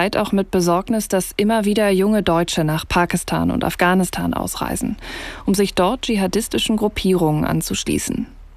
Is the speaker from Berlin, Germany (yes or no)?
yes; Berlin, Germany; Ein neuer islamistischer Anschlag. Mitten in Berlin. Mal wieder in meiner Heimatstadt.